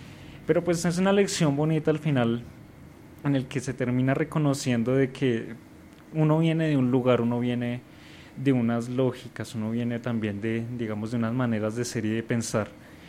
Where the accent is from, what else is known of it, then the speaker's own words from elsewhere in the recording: Colombia; y asimismo muchos de nosotros pues sentimos identidad no solo como colombianos, sino también como latinoamericanos.